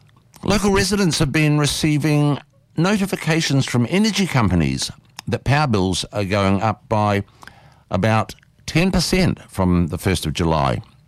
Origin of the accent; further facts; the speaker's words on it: South Island, New Zealand; also born or lived in London; now in Sydney, Australia; I come from the South Island in New Zealand originally, and then I lived in London, so I'll tell you what, you live in Sydney, you don't know anything about cold weather.